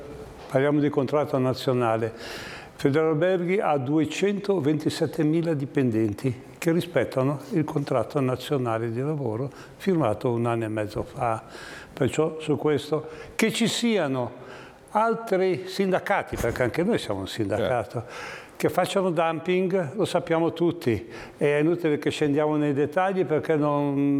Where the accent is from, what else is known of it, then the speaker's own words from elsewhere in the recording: Arenzano, Liguria, Italy; io sono di Arenzano